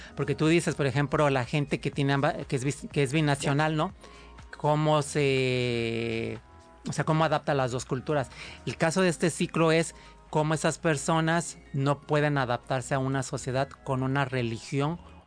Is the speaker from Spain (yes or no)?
no; Mexico; nosotros como mexicanos, pues nos sentimos muy a gusto cuando hablamos de mole y de aztecas y de mayas.